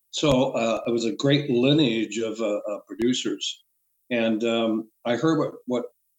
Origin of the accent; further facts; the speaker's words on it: London, Ontario, Canada; Plus, he's in my hometown of London, Ontario, which is very convenient for me to record